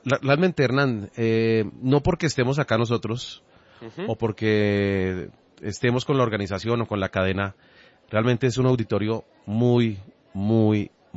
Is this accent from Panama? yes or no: yes; Panama; Sí, yo soy panameño, sí, claro que sí.